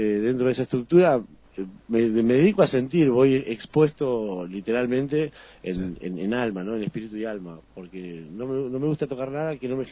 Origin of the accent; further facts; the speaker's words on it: Los Toldos, Buenos Aires Province, Argentina; moved away as an adult; also born or lived in Junín / Mar del Plata / Puerto San Julián / Río Gallegos; now in Bahía Blanca, Argentina; primario y secundario, o sea, fui criado en Los Toldos, ¿no? Un pueblito, sí, que está ahí a 45 kilómetros. Cuando cumplí 18, me fui a vivir a Mar del Plata. Y que mi corazón, sinceramente, yo me considero marplatense, porque en los 15 años que viví ahí